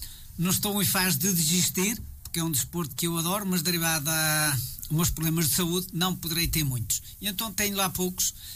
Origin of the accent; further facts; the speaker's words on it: Norte, Portugal; now in Boelhe, Portugal; Eu sou natural de Ridemunhos e vivo em Boelho. E na altura trabalhava aqui em Penafiel